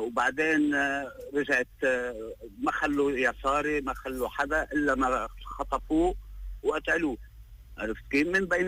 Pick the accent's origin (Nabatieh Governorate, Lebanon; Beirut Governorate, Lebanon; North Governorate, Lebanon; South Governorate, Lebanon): Beirut Governorate, Lebanon; Beirut; انا ابن بيروت